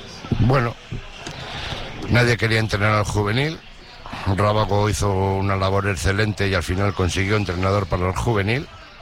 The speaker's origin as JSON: {"language": "Spanish", "town": "Abionzo", "region": "Cantabria", "country": "Spain", "said": "Soy de Abionzo, ascendencia pasiega."}